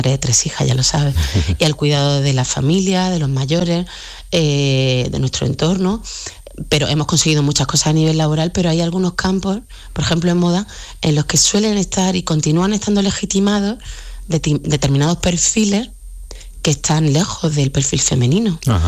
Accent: Granada, Andalusia, Spain; moved away as an adult; yo como granadina y como andaluza, y sabes que he vivido muchos años en el extranjero, casi 10 fuera

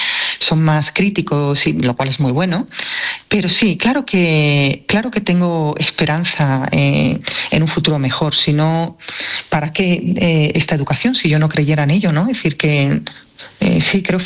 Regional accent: Málaga, Andalusia, Spain; born there; Yo soy malagueña, pero granadina de adopción, como yo digo

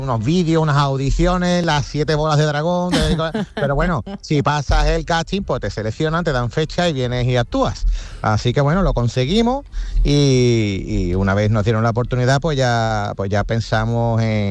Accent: Cádiz, Andalusia, Spain; ese arte de Cádiz, y era, creo que era el sitio, el momento de, como gaditano, sacar orgullosos nuestra bandera, de nuestra música, nuestra cultura y nuestra identidad.

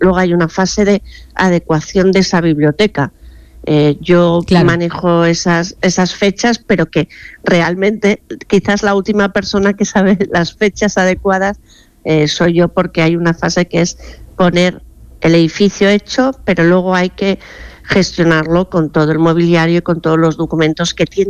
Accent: Málaga, Andalusia, Spain; pertenecemos a una ciudad que desde un principio ha tenido esa idea de ser ciudad, porque Málaga, desde época fenicia, fue una ciudad importante en el Mediterráneo

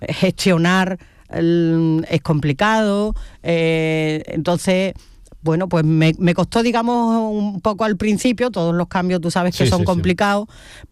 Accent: Huelva, Andalusia, Spain; moved away as an adult; now in Seville, Spain; Pues sí, soy muy de Huelva

